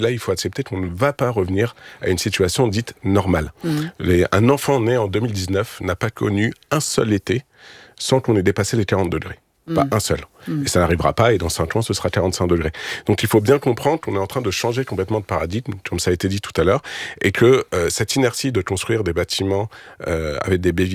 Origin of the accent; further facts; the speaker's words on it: Paris, Île-de-France, France; born there; je suis parisien de naissance